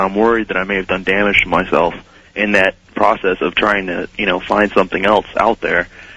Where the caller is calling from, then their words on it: Chicago, Illinois, United States; I'm calling from Chicago.